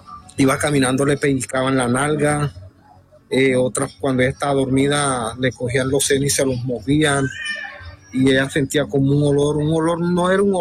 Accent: Lorica, Córdoba, Colombia; now in Sincelejo, Colombia; Yo soy de Lorica, Córdoba. Lorica del departamento de Córdoba.

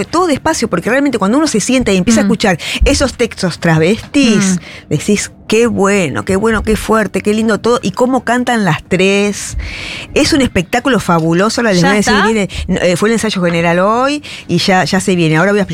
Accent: Germany; me puse a llorar, que yo soy alemana, no lloro tanto.

